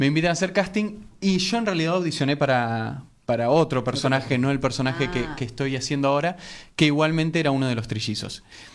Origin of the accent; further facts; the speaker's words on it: Río Negro, Argentina; moved away as an adult; now in Buenos Aires, Argentina; yo hace muy poco que estoy en Buenos Aires, hace 5 meses aproximadamente. Yo vengo del interior de Río Negro.